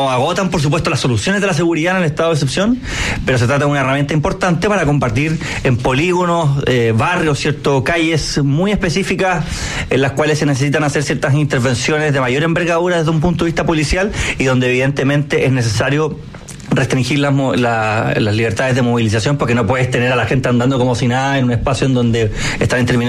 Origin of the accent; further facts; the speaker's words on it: Chile; Eran cosas que como chilenos nos eran ajenas.